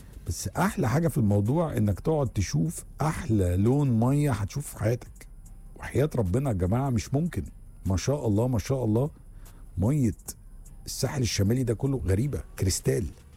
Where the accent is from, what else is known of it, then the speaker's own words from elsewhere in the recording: Egypt; عندنا في مصر